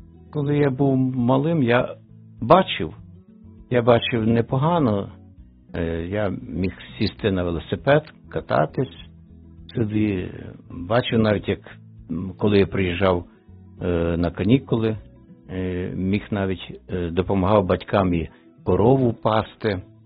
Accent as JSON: {"language": "Ukrainian", "town": "Matsoshyn", "region": "Lviv Oblast", "country": "Ukraine", "tie": "born or raised there", "said": "Я народився на Львівщині. Таке село є, і нас, я знаю, зараз слухають мої односельчани. Є таке село Мацошин. Це Жовківський район. Народився я в багатодітній сім'ї."}